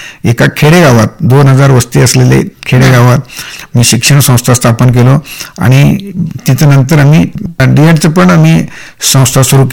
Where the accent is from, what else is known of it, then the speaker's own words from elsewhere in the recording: Tikondi, Maharashtra, India; moved away; मी स्वतःहून तिकोंडीतनं शिकून तिकोंडीचा जन्म घेऊन मी बाहेर शिकत होतो